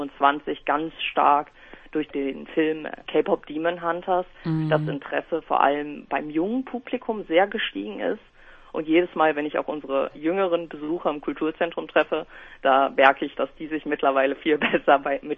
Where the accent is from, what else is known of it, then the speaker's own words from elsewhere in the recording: Berlin, Germany; born there; als ich circa 2014, 2015 zur Oberschule in Berlin ging.